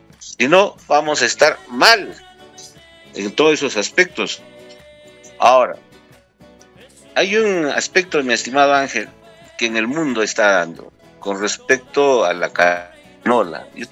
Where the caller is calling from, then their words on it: Peru; con sentimiento de lo que somos peruanos